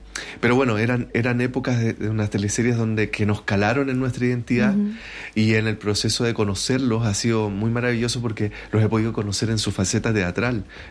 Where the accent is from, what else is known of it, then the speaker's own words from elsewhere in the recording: Concepción, Biobío, Chile; gran parte de miembros de la compañía somos de región, yo soy de Concepción